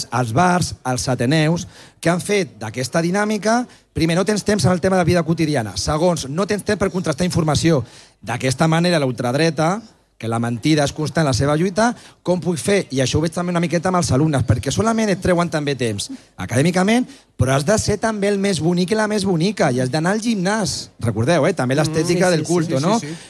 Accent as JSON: {"language": "Catalan", "town": "Terrassa", "region": "Catalonia", "country": "Spain", "said": "Jo soc del Vallès de Terrassa"}